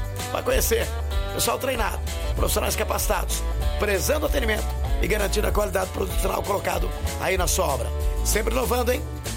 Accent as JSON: {"language": "Portuguese", "town": "Descalvado", "region": "São Paulo", "country": "Brazil", "tie": "born or raised there", "said": "em Descalvado, minha terra querida, amada, inesquecível, não é? Onde tudo começou em minha vida, em 1983, lá em Descalvado"}